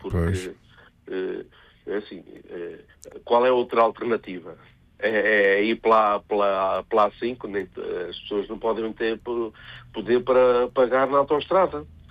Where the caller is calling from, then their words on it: Portugal; sou português.